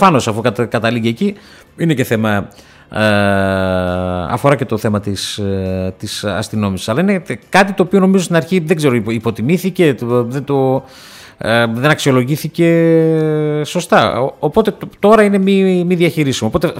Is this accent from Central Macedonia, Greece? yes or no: yes; Thessaloniki, Central Macedonia, Greece; born there; Γεννήθηκα στη Θεσσαλονίκη.